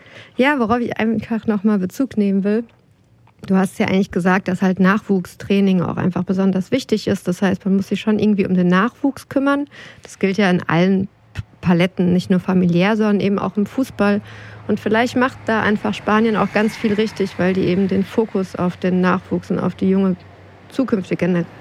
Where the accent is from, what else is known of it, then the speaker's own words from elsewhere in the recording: Darmstadt, Hesse, Germany; Ich komme aus Darmstadt, ich bin noch früher aufgestanden.